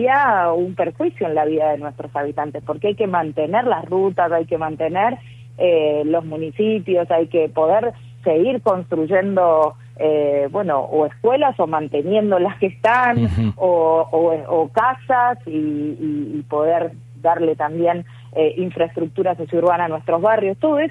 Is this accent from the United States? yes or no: no; Argentina; todos como argentinos tenemos la responsabilidad de con nuestro esfuerzo aportar para pagar una deuda que no es de ningún beneficio para nuestro país.